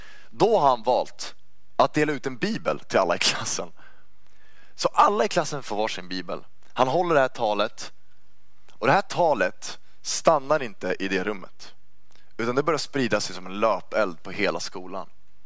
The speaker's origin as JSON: {"language": "Swedish", "town": "Uppsala", "region": "Uppsala County", "country": "Sweden", "also_born_or_lived": "Stockholm", "said": "där jag kommer från, Uppsala."}